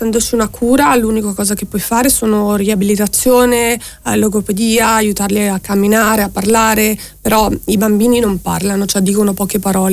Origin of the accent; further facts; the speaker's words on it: Mapello, Lombardy, Italy; Noi siamo di Mapello.